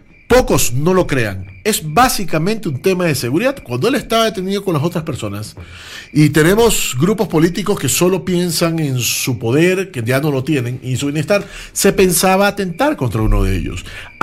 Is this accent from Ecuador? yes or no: yes; Ecuador; Yo trabajo así para vivir en mi país y para que mis hijos se críen en el Ecuador, que es mi país.